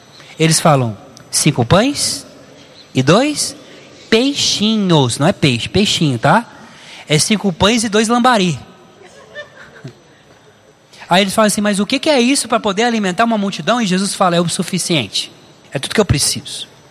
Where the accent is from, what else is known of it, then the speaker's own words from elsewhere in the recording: Barretos, São Paulo, Brazil; eu sou de Barretos, terra do peão.